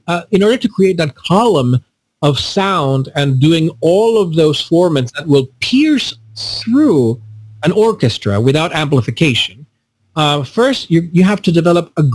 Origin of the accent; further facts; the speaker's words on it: Ecuador; In Latin America, I'm originally from Ecuador